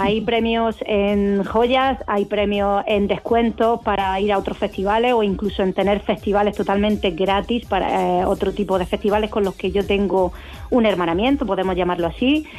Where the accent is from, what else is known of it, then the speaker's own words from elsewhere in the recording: Almería, Andalusia, Spain; yo estoy aquí en Almería, soy de Almería